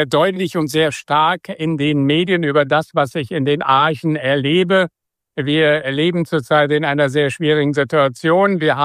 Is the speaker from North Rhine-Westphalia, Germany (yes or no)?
yes; Gronau, North Rhine-Westphalia, Germany; accent: Westphalian; Also Gronau hat mich natürlich geprägt. Ich bin ein typischer Westfale. Ich bin noch nie in meinem Leben zu spät gekommen. Und wenn ich mich sprachlich so ein wenig gehen lasse, dann hört man den Westfalen auch noch heraus.